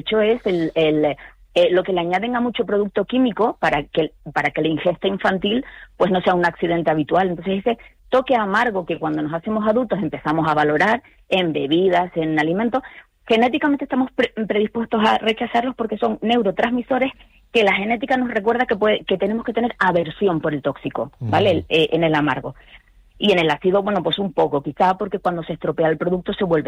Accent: Canary Islands, Spain; como buena canaria, cualquier producto que venga de nuestras islas es bienvenido a dos manos.

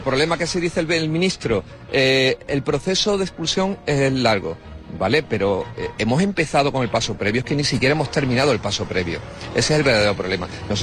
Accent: Ceuta, Spain; todos los ceutíes pensamos lo mismo

